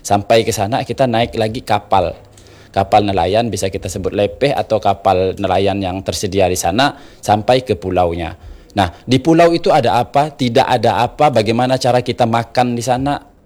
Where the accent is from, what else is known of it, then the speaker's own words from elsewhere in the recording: Ketapang, West Kalimantan, Indonesia; karena saya orang Ketapang